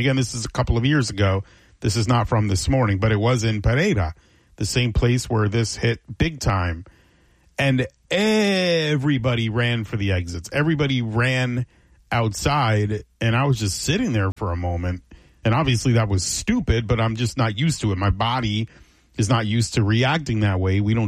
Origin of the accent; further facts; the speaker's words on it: Miami, Florida, United States; Now, I'm from Miami. I'm not used to earthquakes.